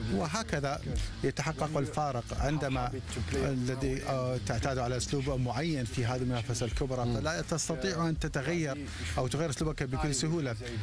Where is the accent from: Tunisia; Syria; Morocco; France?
Morocco; أنا خاصة كمغربي، أنا أعشق بلادي